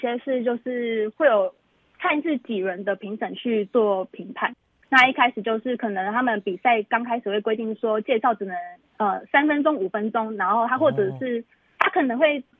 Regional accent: Taitung County, Taiwan; 我是从小就是生长在就是好山好水的台东

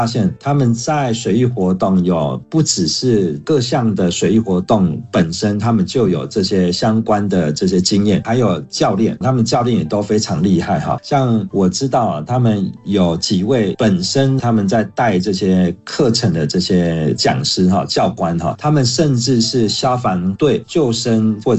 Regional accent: Taiwan; 我们台湾

